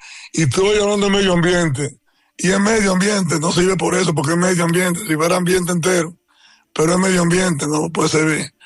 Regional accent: Sabana Iglesia, Santiago, Dominican Republic

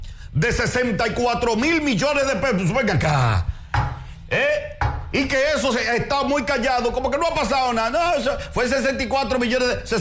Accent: Dominican Republic; yo, como ciudadano dominicano, tengo todo mi derecho de salir en este medio de comunicación

